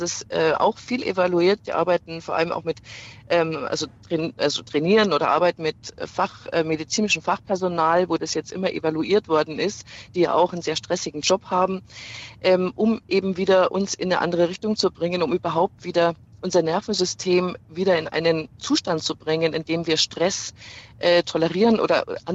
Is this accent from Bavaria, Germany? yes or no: yes; Regensburg, Bavaria, Germany; Regensburg ist stark vertreten. Ich komme auch aus Regensburg.